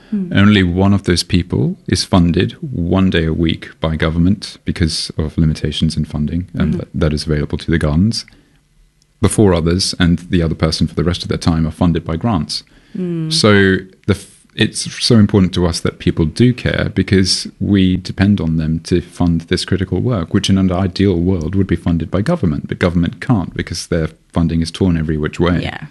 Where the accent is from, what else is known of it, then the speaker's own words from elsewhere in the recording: Malaysia; I'm originally from Malaysia. Despite my very Western name, I am mixed race and I grew up there and maintain my research interests and collaborations with locals there